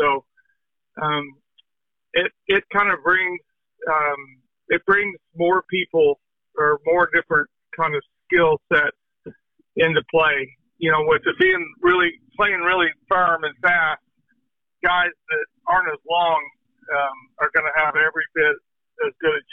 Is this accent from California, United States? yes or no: no; Dallas, Texas, United States; now in Oklahoma, United States; growing up in Dallas and then living in Oklahoma most of my life